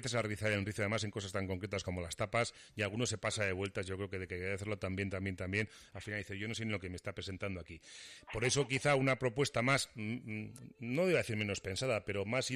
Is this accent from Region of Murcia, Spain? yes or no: no; Almazán, Castile and León, Spain; Los sorianos, bueno, los españoles en general, ¿no? Ganamos en todo. Soy español, ¿a qué quieres que te gane? Pues soy de Almazán, ¿a qué quieres que te gane, no?